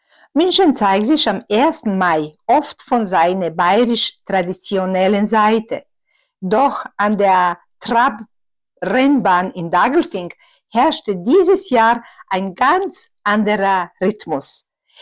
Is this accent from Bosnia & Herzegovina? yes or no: yes; Otok, Northern Bosnia, Bosnia & Herzegovina; German is a second language; Aus Bosnien, Nordbosnien, ein kleiner Staat, heißt Otok.